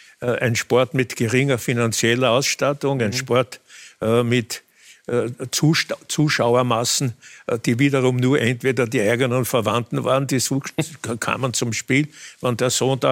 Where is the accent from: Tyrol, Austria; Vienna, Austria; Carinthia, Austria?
Vienna, Austria; sondern meinem Familiennamen entsprechend in Favoriten. Und wir sind aber dann die Familie eben nach Herna